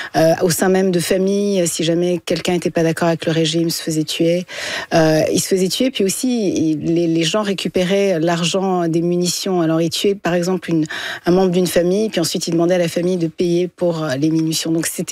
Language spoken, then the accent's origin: French; Montreal, Quebec, Canada; also born or lived in Paris; tout en évidemment adoptant une nouvelle culture, comme au Canada, au Québec, à Montréal. J'ai grandi à Montréal.